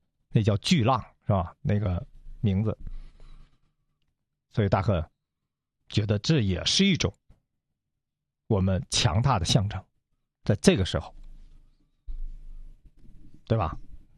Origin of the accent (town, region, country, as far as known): China